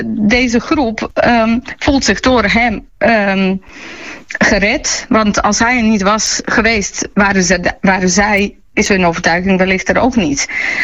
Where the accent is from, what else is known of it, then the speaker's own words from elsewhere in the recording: Bosnia & Herzegovina; now in Netherlands; ik kom echt uit Bosnië, waar die oorlogsmisdaden plaats hebben gevonden. Zelf van Servisch-Kroatische roots.